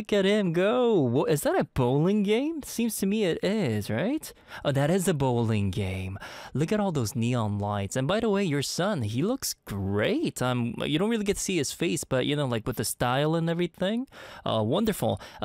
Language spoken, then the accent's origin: English; Canada; moved away as an adult; now in Korea; I was raised in Canada. I left the country a long time ago.